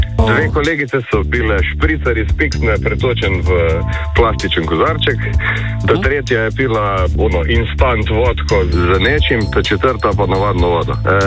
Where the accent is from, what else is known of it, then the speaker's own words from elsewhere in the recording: Southeast Slovenia, Slovenia; now in Styria, Slovenia; jaz sem v osnovi iz Dolenjske, zdaj sem naturaliziran Štajerc